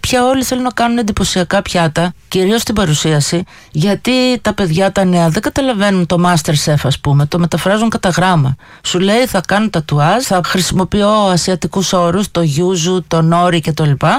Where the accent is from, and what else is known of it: Greece